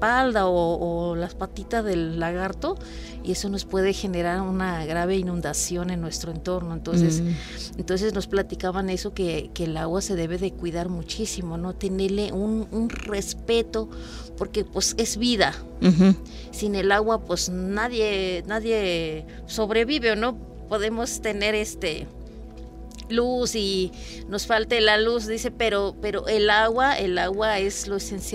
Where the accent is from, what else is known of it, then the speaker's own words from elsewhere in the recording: Palmital, Veracruz, Mexico; Entonces, yo soy de Palmital, pertenece